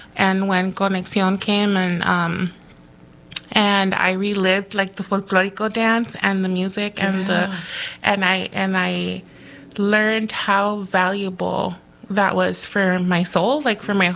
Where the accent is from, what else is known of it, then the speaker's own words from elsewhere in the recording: Los Angeles, California, United States; I was born in the East L.A. So yo soy de Boyle Heights, del este de Los Ángeles. And I grew up all around just L.A., like the neighboring small cities. So Montebello, Alhambra, and Monterey Park, which, those were my stomping grounds.